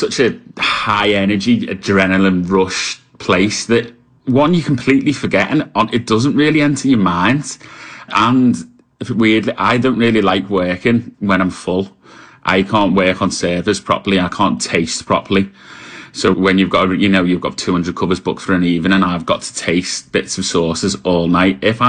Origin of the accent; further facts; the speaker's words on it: Liverpool, North West England, United Kingdom; now in Manchester, United Kingdom; I'm from Liverpool, but based in Manchester.